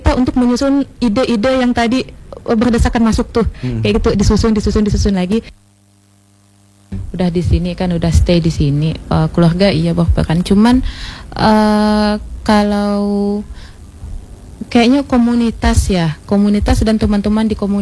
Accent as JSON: {"language": "Indonesian", "town": "Sambas", "region": "West Kalimantan", "country": "Indonesia", "said": "Saya Sambas, Bang."}